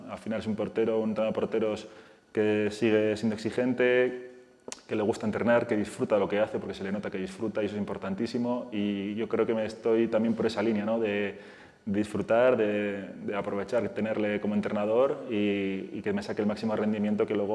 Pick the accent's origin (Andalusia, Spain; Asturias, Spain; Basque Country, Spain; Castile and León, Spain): Basque Country, Spain; Bilbao; Yo cuando era pequeño, yo soy de Bilbao y mi portero referente en aquel momento cuando yo jugaba